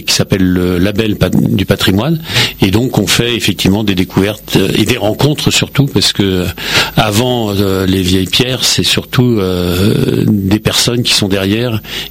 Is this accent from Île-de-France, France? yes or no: yes; Paris, Île-de-France, France; born there; now in Pontoise, France